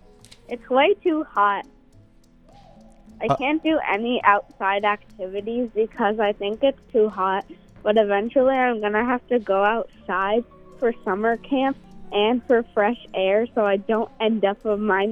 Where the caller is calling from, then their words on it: Montclair, New Jersey, United States; I'm calling from Montclair.